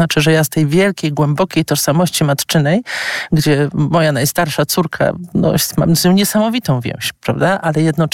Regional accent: Warsaw, Masovian Voivodeship, Poland; wychowałam się w rodzinie wielodzietnej, w dużym mieście w Warszawie, ale w rodzinie wielodzietnej.

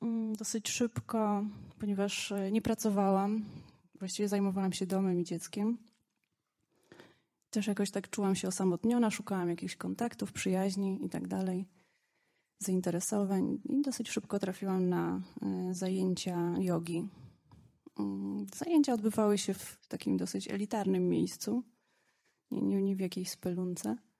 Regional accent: Warsaw, Masovian Voivodeship, Poland; moved away as an adult; wyjeżdżam za moim partnerem z Warszawy, skąd pochodzę i gdzie mieszkaliśmy.

